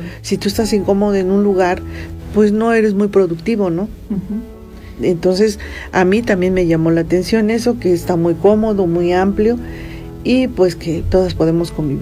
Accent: Veracruz, Mexico; moved away as an adult; now in Pachuca, Mexico; casi voy a cumplir 12 años de jubilada y cambié de lugar de origen. Yo soy de Veracruz Puerto y llegué hace casi 14 años a Pachuca.

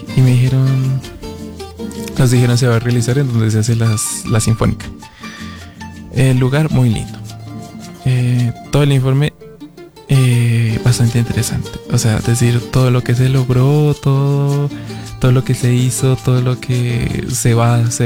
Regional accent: Santander, Colombia; moved away as an adult; como colombianos, o sea, no era el único colombiano

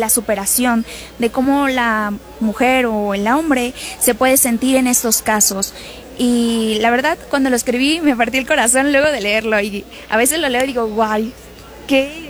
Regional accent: Chetumal, Quintana Roo, Mexico; soy de Chetumal, Quintana Roo, vengo desde muy lejos para acá, y muchas gracias. Tengo 23 años, no hace mucho recién cumplidos

